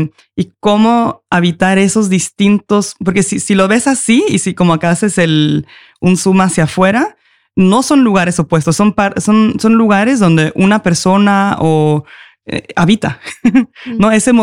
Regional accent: Norway; pero aquí yo soy noruega, yo tengo pasaporte noruego, no hay casi nadie que se ve como yo

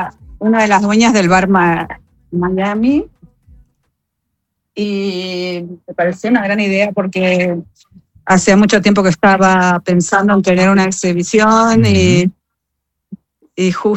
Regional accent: Montevideo, Uruguay; born or raised there

